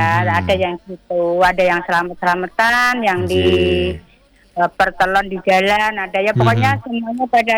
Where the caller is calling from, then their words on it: Kembang, Indonesia; tempat saya di Pojok Lapangan Kembang.